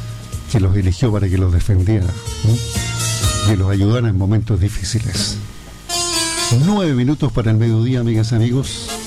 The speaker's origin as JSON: {"language": "Spanish", "country": "Chile"}